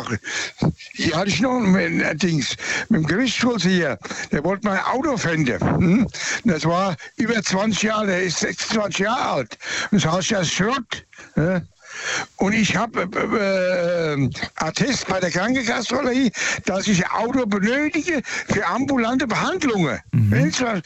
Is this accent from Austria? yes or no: no; Birnbach, Bavaria, Germany; born there; Und zwar weiß ich, wo ich geboren bin, in dem Ort Birnbach.